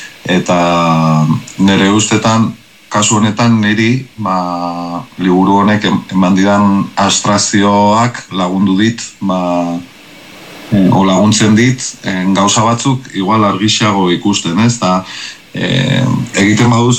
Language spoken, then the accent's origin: Basque; Basque Country, Spain; ze azkenean, pues, ni Euskal Herrikoa naiz, orduan nahi gabe ere, ba, jakina, ba, irriste egiten dizu euskalkeri batek, edo.